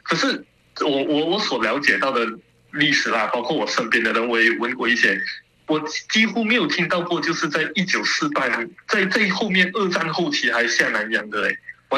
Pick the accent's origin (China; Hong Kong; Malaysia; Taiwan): Malaysia; accent: Malaysian; 我用我们马来西亚的口音，